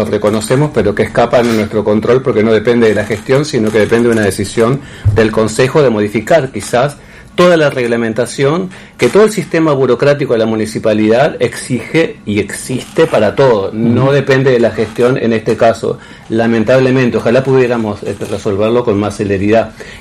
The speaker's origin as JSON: {"language": "Spanish", "country": "Uruguay", "moved": "as an adult", "lives_now": "Santa Fe, Argentina", "said": "si bien soy uruguayo, hace muchos años ya que estoy acá en Santa Fe, y soy santafesino por adopción, argentino, ya está, tengo todo, y amo esta ciudad, y desde el 86 estoy bailando en el Teatro Municipal."}